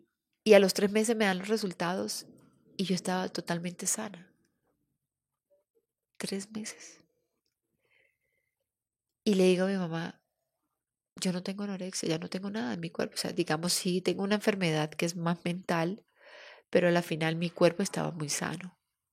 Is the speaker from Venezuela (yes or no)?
yes; Táriba, Táchira, Venezuela; born there; yo soy venezolana, nací en Tarija